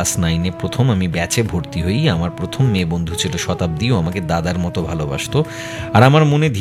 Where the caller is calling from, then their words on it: Krishnanagar, West Bengal, India; আমি কৃষ্ণনগর নদী থেকে